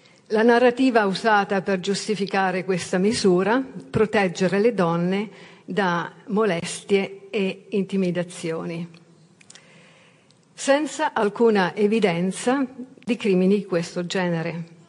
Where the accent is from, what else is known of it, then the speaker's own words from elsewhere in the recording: Rome, Lazio, Italy; moved away as an adult; now in United Kingdom; Roma è la mia città natale, quindi sono estremamente emozionata e grata di essere qui, onorata di essere qui oggi. Vivo in Gran Bretagna da 35 anni